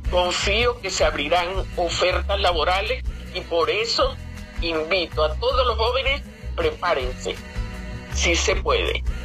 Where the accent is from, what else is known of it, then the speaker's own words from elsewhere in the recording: Venezuela; nosotros como venezolanos valemos, pero ustedes como jóvenes ahorita, en este momento, tienen el gran reto de conducir este país.